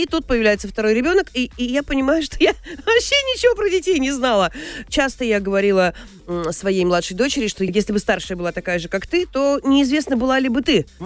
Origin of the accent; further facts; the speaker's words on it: Kirov, Kirov Oblast, Russia; moved away as an adult; я же родилась в Кирове и прожила там счастливых 23 года.